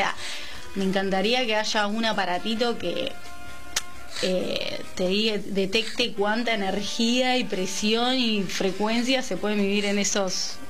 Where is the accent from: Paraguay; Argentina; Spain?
Argentina; en Argentina estamos unidos